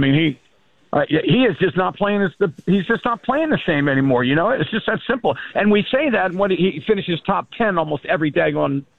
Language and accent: English; Oklahoma, United States; I'm from Oklahoma.